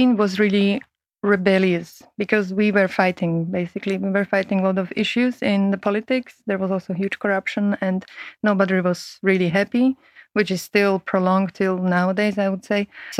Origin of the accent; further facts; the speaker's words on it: Slovakia; English is a second language; moved away; I come from Slovakia